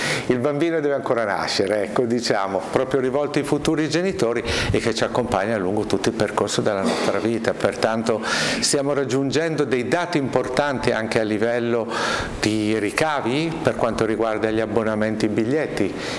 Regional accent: Cremona, Lombardy, Italy; moved away as an adult; now in Genoa, Italy; Io sono di Cremona, andare a Busseto sono solamente 18 chilometri, per cui frequentiamo abitualmente quei posti.

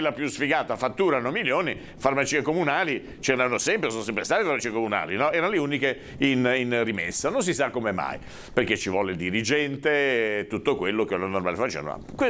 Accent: Genoa, Liguria, Italy

